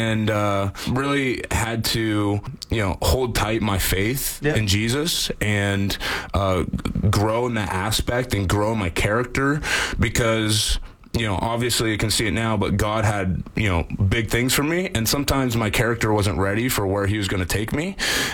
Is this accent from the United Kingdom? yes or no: no; New Westminster, British Columbia, Canada; born there; to have him up in New Westminster, up in BC, and then brought him right back down. And that's how I'm Canadian.